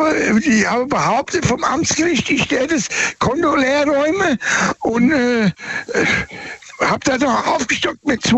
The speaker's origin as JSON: {"language": "German", "town": "Birnbach", "country": "Germany", "tie": "born there"}